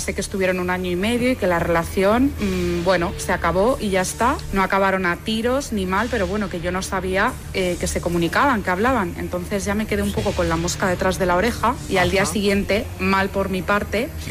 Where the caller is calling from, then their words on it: Madrid, Community of Madrid, Spain; llamo desde Madrid